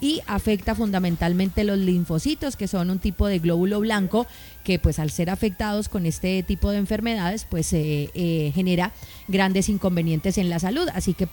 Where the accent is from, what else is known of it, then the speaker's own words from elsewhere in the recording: Costa Rica; soy tico porque, o me gusta ser tico porque, así se le dice a los costarricenses.